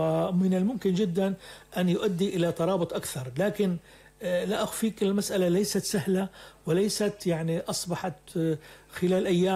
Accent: Syria; وأنا كسوري

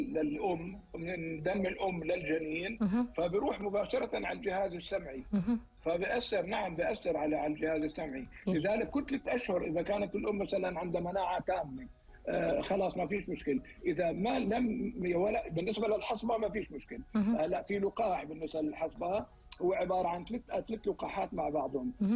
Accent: Algeria; عندنا في الجزائر

